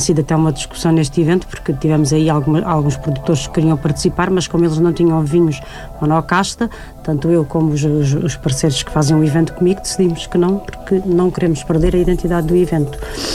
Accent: Alentejo, Portugal; accent: Alentejo; eu mal digo bom dia ou boa tarde ou começo a falar com alguém, dizem-me logo assim, de que zona do Alentejo é que é.

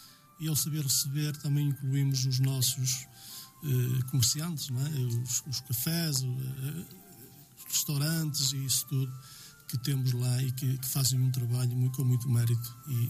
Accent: Norte, Portugal; born there; quando vim para Rio Mau era miúdo, tinha 8 anos, portanto, já lá vão muitos anos, e acho que considero-me sempre de Rio Mau.

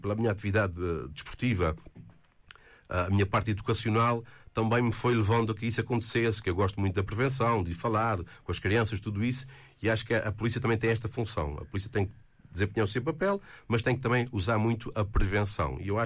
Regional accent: Santa Maria, Azores, Portugal; moved away as an adult; regressar à minha terra

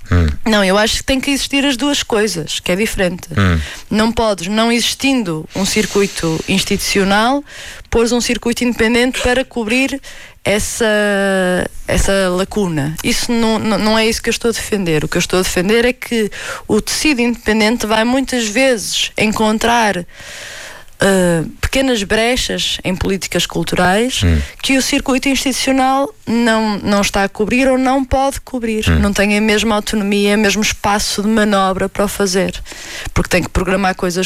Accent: Lousada, Norte, Portugal; na minha terra natal, em Lousada

